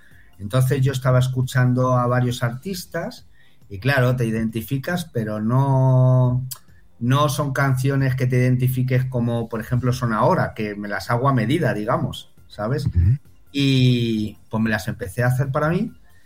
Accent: Madrid, Community of Madrid, Spain; now in between Madrid and Toledo, Spain; Soy madrileño.

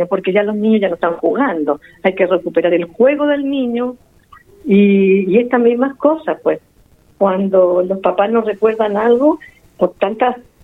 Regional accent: Talca, Maule, Chile; moved away as an adult; now in Quillota, Chile; Yo soy de Talca, nacida en Talca.

